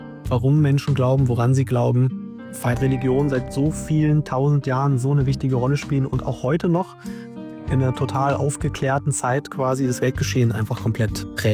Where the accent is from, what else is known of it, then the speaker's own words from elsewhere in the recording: Berlin, Germany; warum das irgendwie ein Thema ist, dass ich aus Ost-Berlin bin, weil ich bin aus Berlin.